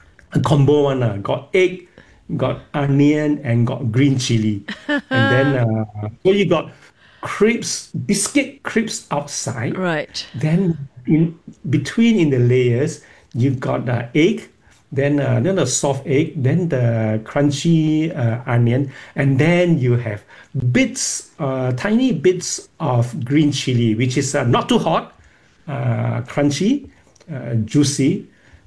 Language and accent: English; Singapore; Because I'm a Singaporean, I very kiasi and kiasu.